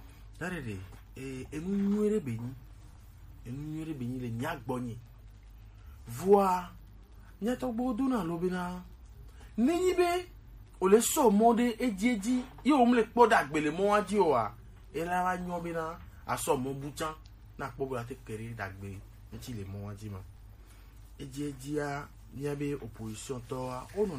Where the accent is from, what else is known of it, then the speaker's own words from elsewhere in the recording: Togo; born there; Je suis né au Togo, je suis désolé de le dire, il faut avoir le courage de le dire.